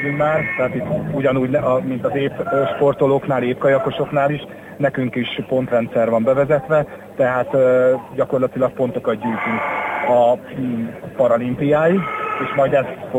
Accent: Budapest, Hungary; born there; moved away as an adult; now in Ócsa, Hungary; Én belvárosi vagyok, a belvárosban születtem, az 5. kerületbe

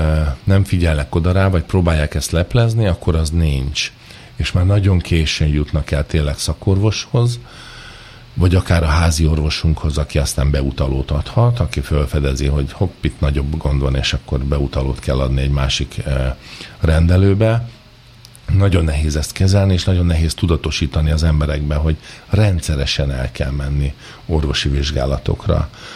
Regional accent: Pest, Hungary; 50 kilométerre Budapesttől, hogy mi vidékiek vagyunk, de hát Pest megye legdélebbi, egyik legkisebb települése vagyunk

